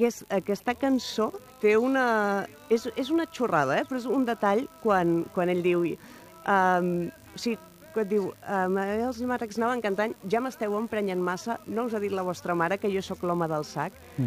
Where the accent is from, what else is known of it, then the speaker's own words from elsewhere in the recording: Mataró, Catalonia, Spain; Bueno, jo soc de Rocafonda també, com el Lamin Yamal.